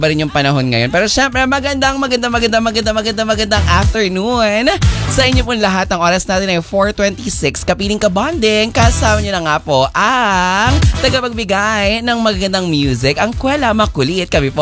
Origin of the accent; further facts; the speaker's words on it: Calabarzon, Philippines; No? Sa amin sa Cavite, ganun, bugbugan.